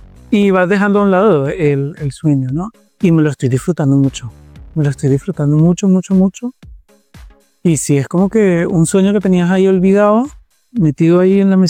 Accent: Bogotá, Colombia; born or raised there; also born or lived in Barranquilla, Colombia; now in Madrid, Spain

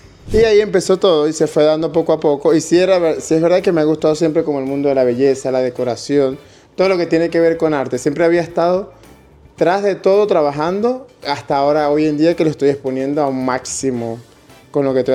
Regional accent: Venezuela; now in Spain; Siempre, hasta el día que muera. De hecho, si ves, tengo 11 años en España y no he perdido mi forma de hablar. Ni quiero perderla.

